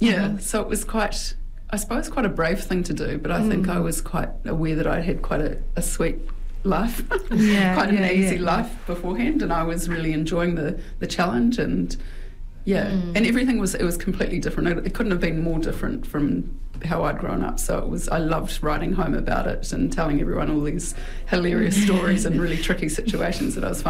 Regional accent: New Zealand; accent: Kiwi; And maybe I spoke, I probably lost a bit of my strong Kiwi accent as well from travelling. But other people probably didn't know. They probably just thought I was just another Kiwi

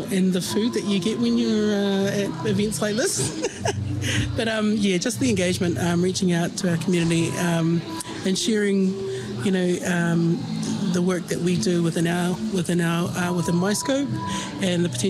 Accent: Dunedin, Otago, New Zealand; born there; I'm from the Cook Island community. Have a large, quite a large group here in Dunedin, have done, I think, since the 1950s. Our family have been, I was born here in Dunedin

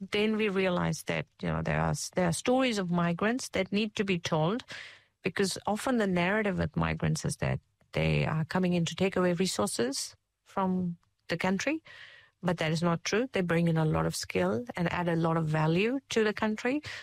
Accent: India; now in New Zealand; And for me, when I came from India back in 2007, I think I came from one of the biggest and the busiest cities

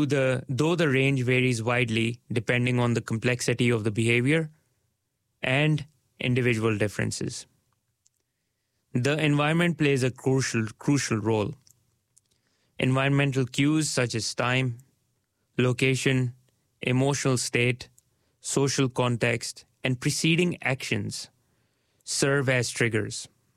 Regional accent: Karachi, Sindh, Pakistan; now in Dunedin, New Zealand; Growing up in Pakistan and later moving to Aotearoa, New Zealand, I saw how environment shapes habits. My parents' home in Karachi had a courtyard where neighbors gathered every evening for tea and conversation.

